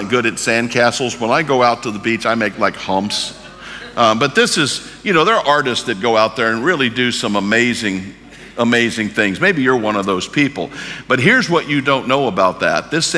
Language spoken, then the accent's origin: English; St. Louis, Missouri, United States; I grew up in St. Louis.